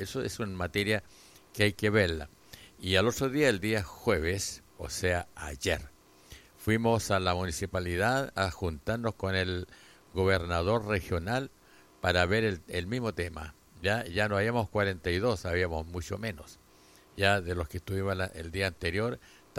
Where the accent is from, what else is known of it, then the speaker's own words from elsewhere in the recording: Chile; somos chilenos